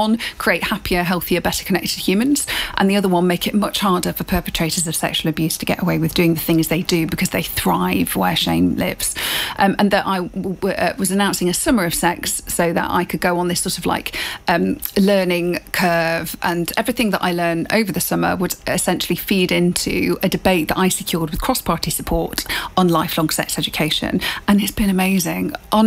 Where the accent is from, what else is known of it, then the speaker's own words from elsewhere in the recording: United Kingdom; which is a play on the 70s film No, Sex, Please, We're British, which plays to our British prudishness.